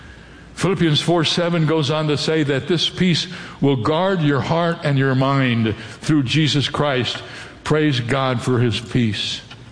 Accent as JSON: {"language": "English", "region": "Ohio", "country": "United States", "tie": "born or raised there", "said": "When I grew up in the Midwest, in Ohio, firecrackers were both legal and plentiful."}